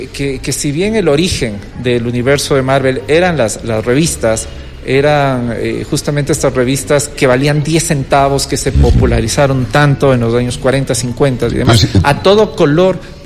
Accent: Ecuador

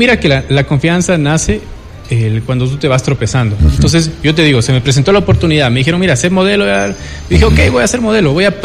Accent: Ecuador; Oye, entre ecuatorianos no deberíamos ponernos el pie.

